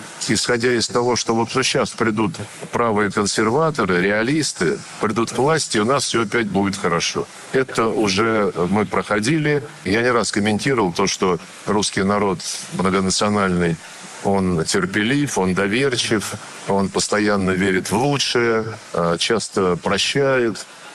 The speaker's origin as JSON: {"language": "Russian", "country": "Armenia", "said": "он имеет в виду, когда мы, армяне, подадим заявление о приеме в Евросоюз"}